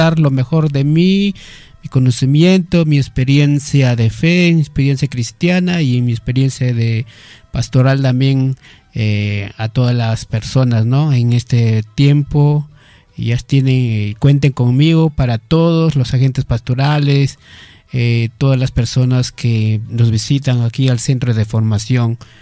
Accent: Huancayo, Junín, Peru; soy de la ciudad de Huancayo

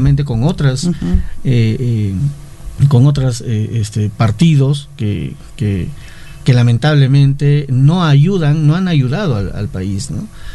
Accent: Peru; juntarnos como peruanos

